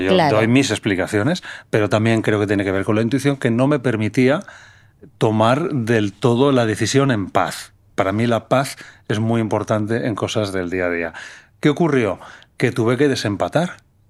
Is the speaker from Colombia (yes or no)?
no; Balearic Islands, Spain; compensa ir a Menorca. Además, había una parte emocional, porque la parte emocional deseaba volver a mi tierra desde hacía muchos años.